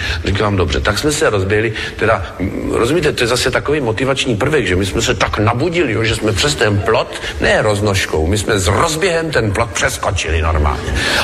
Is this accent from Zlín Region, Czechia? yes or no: no; Třebíč, Vysočina Region, Czechia; kterou jsme jeli po Třebíči po mém rodném městě